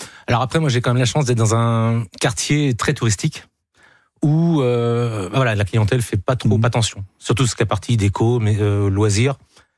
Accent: Pays de la Loire, France; now in Île-de-France, France; Je suis originaire de Vendée, oui, mais j'habite en Île-de-France.

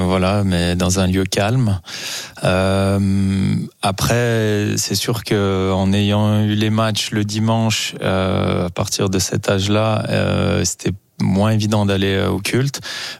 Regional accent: Champ-près-Froges, Auvergne-Rhône-Alpes, France; C'est la commune de Champré-Frauges. Champré, donc de Frauges.

